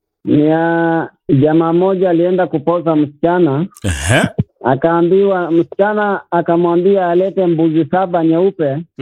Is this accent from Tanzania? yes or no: no; Moyale, Marsabit County, Kenya; now in Nairobi, Kenya; Nyumbani ni Moyale, lakini mimi ni mtu wa Nairobi, Kayole.